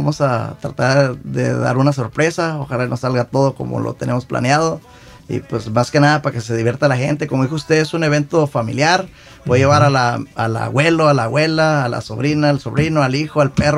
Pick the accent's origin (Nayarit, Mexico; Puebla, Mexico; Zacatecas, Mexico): Nayarit, Mexico; Ixtlán del Río; De un ranchito que se llama Islán del Río, Nayarit. Un saludo del río para Vallarta, compa, ya saben.